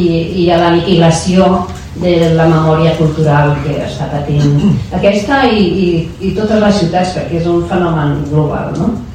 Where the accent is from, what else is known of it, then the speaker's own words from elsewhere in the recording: Barcelona, Catalonia, Spain; El Raval és un barri on pràcticament he crescut, on ha nascut la meva àvia, el carrer Hospital, i on ja passejant per allà als anys 90 jo ja no reconeixia el meu barri, on he treballat, al carrer La Seda, on he anat a escola, al carrer Parlament